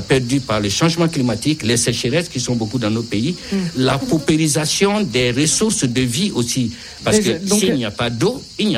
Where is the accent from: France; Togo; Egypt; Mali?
Mali; C'est que moi, je suis malien.